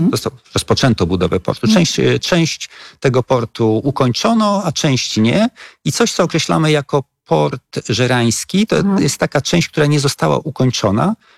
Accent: Warmian-Masurian Voivodeship, Poland; moved away; nie jestem z urodzenia nie tylko Białęczaninem, ale w ogóle warszawiakiem. Ja pochodzę z Mazur.

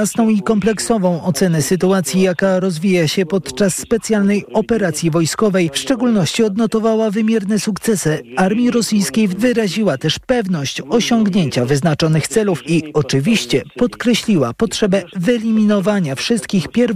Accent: Ukraine; a ja jako Ukrainka chcę, aby tak się stało z zachowaniem naszych terytoriów

